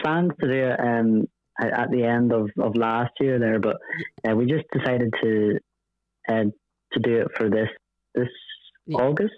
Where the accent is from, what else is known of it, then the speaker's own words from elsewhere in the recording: Coleraine, Northern Ireland, United Kingdom; We're doing one in my hometown in Coleraine.